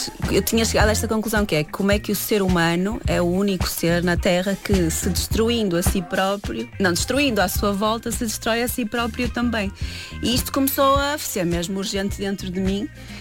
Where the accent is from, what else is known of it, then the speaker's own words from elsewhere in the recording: Amarante, Norte, Portugal; also born or lived in Porto; tenho muita sorte de ter crescido lá, ali à beira do rio. E portanto, eu sou originalmente de lá, da aldeia onde vivo atualmente, mas na realidade eu nunca pensei que ia ficar em Amarante, não é? Eu estudei Belas Artes, escultura, e portanto fui para o Porto